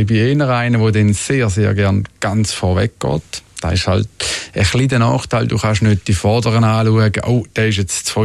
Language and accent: German; Thurgau, Switzerland; Ich bin im Thurgau aufgewachsen